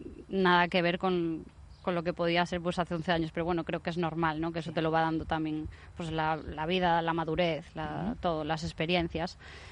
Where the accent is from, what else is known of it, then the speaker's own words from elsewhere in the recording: Galicia, Spain; moved away as an adult; now in Formentera, Spain; empecé muy jovencita a trabajar con 16 años en mi tierra, en Galicia